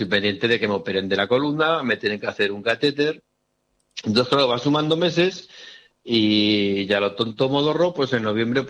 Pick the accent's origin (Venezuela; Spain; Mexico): Spain; Zaragoza, Aragon